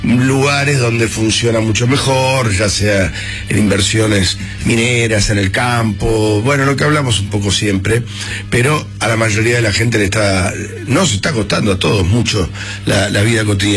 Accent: Argentina; ¿Somos ansiosos los argentinos o es así?

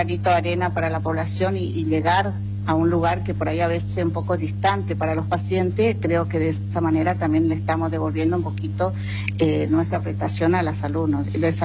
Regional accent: Eldorado, Misiones, Argentina; Yo soy de El Dorado

